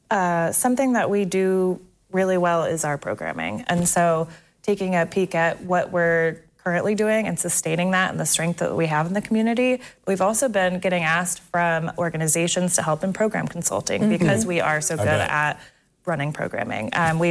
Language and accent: English; Woodville, Ohio, United States; also born or lived in West Virginia; I'm from Woodville, so the Toledo area. But I moved away for college. I lived in West Virginia for 7 years, and then I came back to Toledo in 2019.